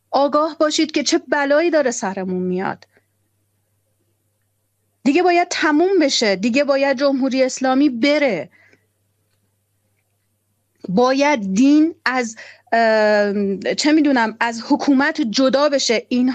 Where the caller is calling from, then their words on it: Tehran, Tehran Province, Iran; من از تهران هستم، از 18 و 19 دی برگشتم.